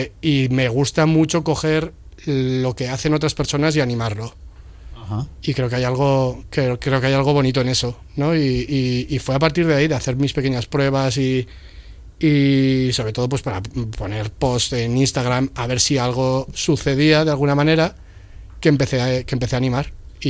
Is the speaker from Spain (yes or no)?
yes; Logroño, La Rioja, Spain; moved away as an adult; now in Madrid, Spain; Él y yo somos de Logroño, en tercero de primaria nos pusieron juntos y desde ahí pues hemos estado siempre muy, muy juntos. O sea, en plan, estudiamos el bachillerato artístico, vinimos a Madrid a estudiar diseño gráfico